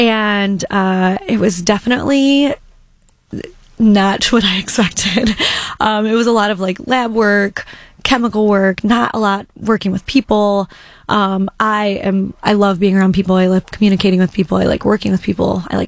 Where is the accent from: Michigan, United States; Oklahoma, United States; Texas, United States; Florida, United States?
Michigan, United States; Shelby; I grew up in Shelby.